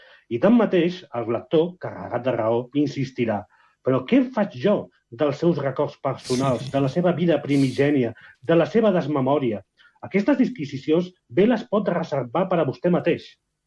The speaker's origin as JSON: {"language": "Catalan", "town": "Barcelona", "region": "Catalonia", "country": "Spain", "said": "I jo que sóc de Barcelona ciutat, és a dir, que no sóc de l'àmbit rural"}